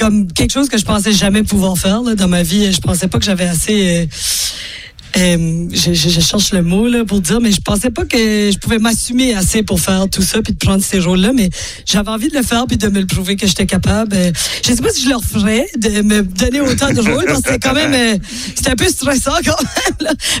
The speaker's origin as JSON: {"language": "French", "region": "New Brunswick", "country": "Canada", "tie": "born or raised there", "moved": "as an adult", "lives_now": "Montreal, Canada", "said": "Tu sais, c'était une petite banlieue francophone où j'ai grandi. Mais moi, mon Acadie... J'étais super choyée parce que là où est-ce que j'habitais, en fait, j'étais à 20 minutes de tout. T'sais, on est à 20 minutes de la forêt, 20 minutes de la plage."}